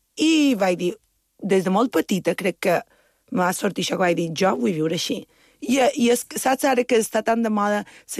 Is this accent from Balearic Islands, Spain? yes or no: yes; Balearic Islands, Spain; Clar, és que mira, jo te cont, jo som molt mallorquina.